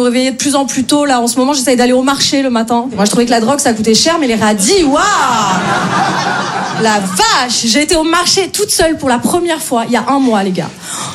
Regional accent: Paris, Île-de-France, France; moi je viens de Paris.

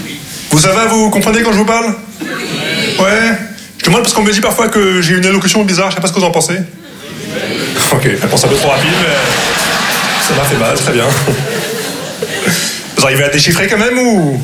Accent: Casablanca, Casablanca-Settat, Morocco; first language Arabic; French is a second language; moved away; j'ai grandi au Maroc

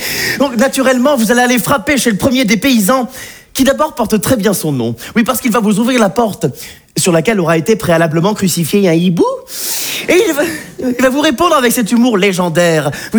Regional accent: Auvergne-Rhône-Alpes, France; ça me rappelle un peu ma région natale. J'arrive d'Auvergne. Oui. Oh, l'Auvergne, c'est magnifique. C'est montagne, c'est campagne, c'est volcan

